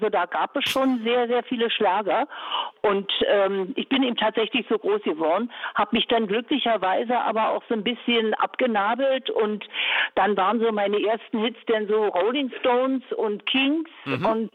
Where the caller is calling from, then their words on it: Berlin, Germany; Ich rufe aus Berlin-Wilmersdorf an.